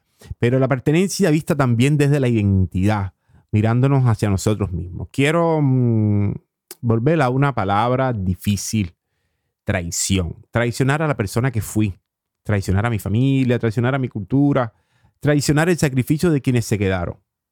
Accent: Cuba; moved away as an adult; now in Oslo, Norway; para alguien que por primera vez había salido de casa, por primera vez había salido de Cuba

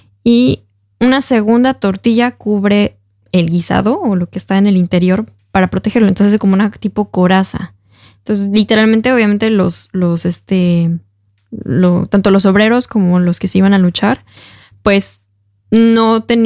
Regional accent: Mexico; Y bueno, nosotros como mexicanos decimos cuando armamos fiestas de tacos, taquiza

